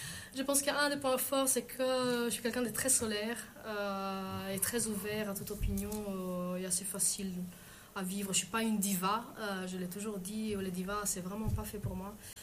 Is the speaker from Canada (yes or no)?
no; France; accent: French; Et en plus, comme j'ai un accent français, qu'ils comprennent mieux aussi l'essence des paroles